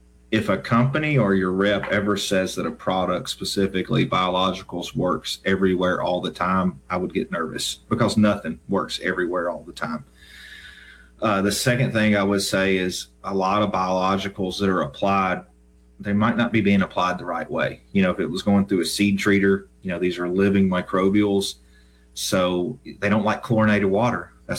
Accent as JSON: {"language": "English", "region": "Tennessee", "country": "United States", "tie": "born or raised there", "said": "So I grew up in West Tennessee, grew up on a small farm in West Tennessee, and wanted to see what was out there and travel."}